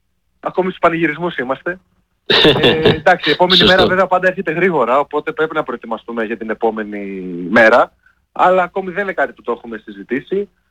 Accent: Kavala, Eastern Macedonia and Thrace, Greece

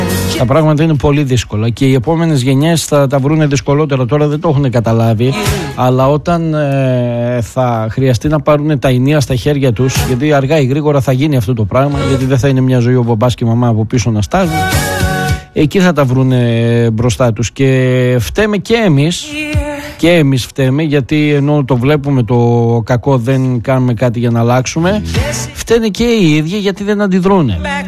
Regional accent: Greece

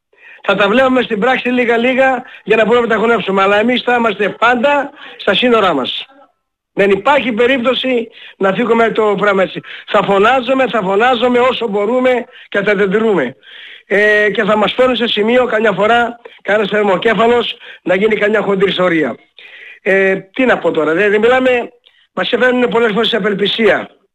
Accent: Aegean islands, Greece; Θέλουμε να επιβιώσουμε στα νησιά μας σαν νησιώτες.

